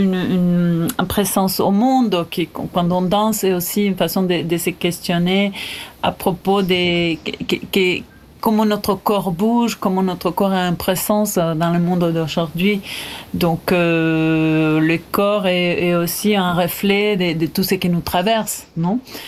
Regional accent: Entre Ríos, Argentina; also born or lived in Córdoba; Ben oui, ben, je peux dire que je suis née à Cordoba. Après, j'ai grandi plus en Entre Ríos, justement du côté de l'Uruguay

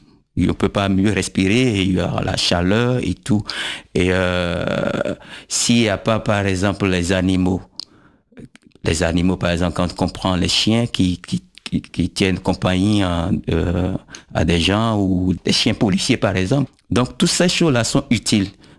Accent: Abomey, Zou, Benin; j'ai grandi à Abomey où il y a pas mal de cérémonies qui se passent.

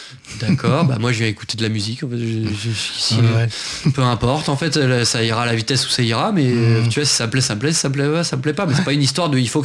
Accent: Hauts-de-France, France; moi je viens de l'Oise à la base, je suis Picard.

